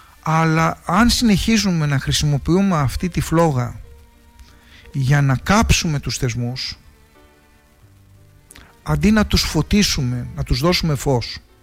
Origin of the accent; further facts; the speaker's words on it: Greece; Ως Έλληνες μισούμε τους νόμους.